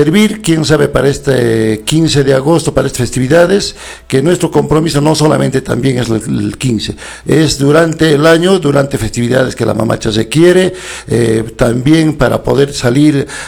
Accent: Calca, Cusco, Peru; mi pueblo de Calca, que tanto lo quiero, tanto lo amo

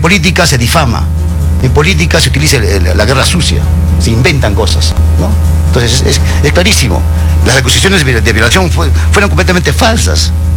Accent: Arequipa, Peru; also born or lived in Caylloma; Yo soy arequipeño y tú sabes que Arequipa es otro país.

